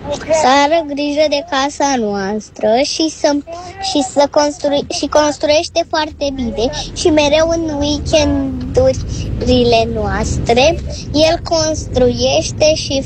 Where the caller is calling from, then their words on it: Romania; din Peretru, am 6 ani